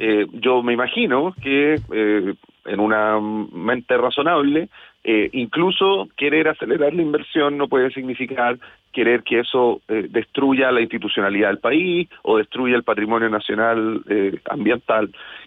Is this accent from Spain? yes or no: no; Chile; creo que como cualquier chileno